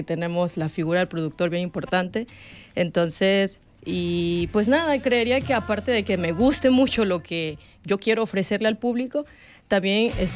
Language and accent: Spanish; San Salvador, El Salvador; born there; yo soy de aquí, del mero San Salvador.